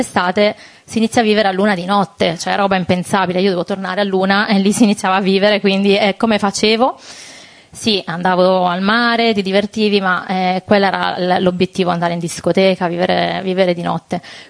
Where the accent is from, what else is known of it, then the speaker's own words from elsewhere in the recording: Alghero, Sardinia, Italy; io provengo da Alghero, un paesino della Sardegna che, diciamo, vive molto d'estate ma poco d'inverno.